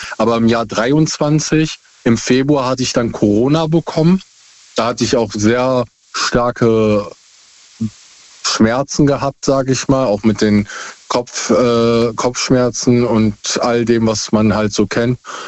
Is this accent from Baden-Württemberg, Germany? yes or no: no; Essen, North Rhine-Westphalia, Germany; Aus Essen.